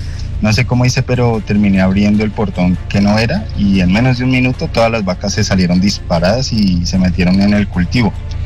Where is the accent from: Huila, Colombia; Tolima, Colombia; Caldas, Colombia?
Huila, Colombia; Neiva; Pues mi confesión es, como yo crecí en Neiva, en una finca de la familia